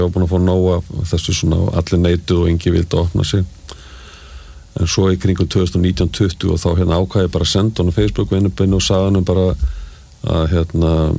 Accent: Reykjavík, Capital Region, Iceland; Ég alveg upp í Reykjavík

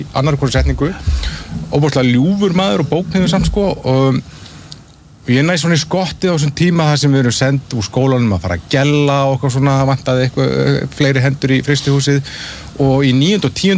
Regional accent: Patreksfjörður, Westfjords, Iceland; ég er frá Patrísfirði ég er bara sjávarþorpi

